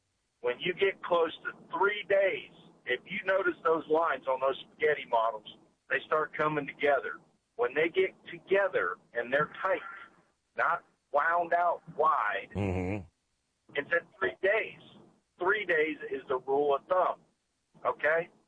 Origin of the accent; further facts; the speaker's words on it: United States; moved away as an adult; also born or lived in Illinois; And I moved back from Illinois in 2002. And I have went through more hurricanes then than I ever did when I was a kid growing up down here.